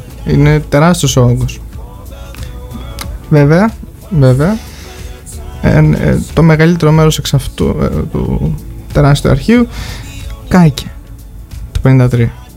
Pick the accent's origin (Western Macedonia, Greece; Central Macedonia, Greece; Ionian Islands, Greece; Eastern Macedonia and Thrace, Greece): Ionian Islands, Greece; Zakynthos; Σαν ζακυνθινός λαός του σήμερα.